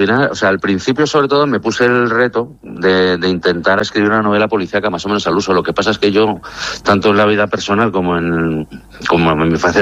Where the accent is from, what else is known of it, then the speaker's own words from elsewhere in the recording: San Sebastián, Basque Country, Spain; empecé en San Sebastián, de donde soy, haciendo, o sea, en el Diario Vasco, haciendo prácticas allí y tal